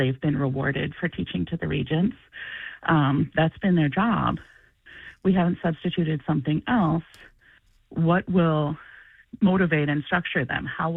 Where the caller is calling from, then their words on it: New York City, New York, United States; I live in Upper Manhattan, and I'm a New York City public school parent.